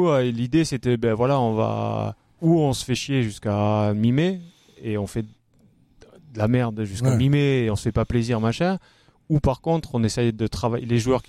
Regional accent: Occitanie, France; moved away; je vais rentrer dans l'Aveyron

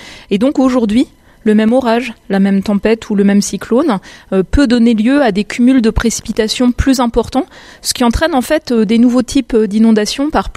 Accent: Grand Est, France; Mon expérience personnelle, j'ai grandi en Lorraine.

